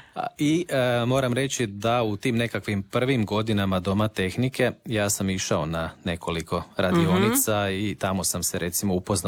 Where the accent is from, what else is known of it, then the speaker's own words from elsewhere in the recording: Osijek, Osijek-Baranja County, Croatia; ovdje kod nas u Osijeku